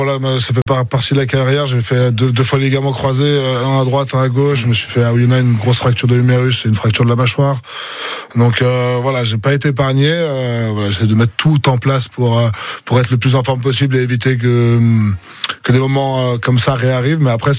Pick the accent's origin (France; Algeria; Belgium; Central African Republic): France; Antony, Île-de-France; moved away as an adult; also born or lived in Paris / Arcueil / Vannes / Toulon; now in Oyonnax, France; Je suis né à Paris même, j'ai grandi en banlieue, à Arcueil et à Antony plus précisément